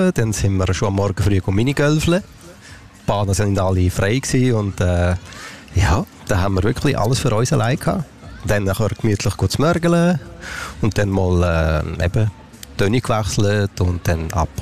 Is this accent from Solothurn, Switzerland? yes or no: yes; Grenchen, Solothurn, Switzerland; Von Grenchen.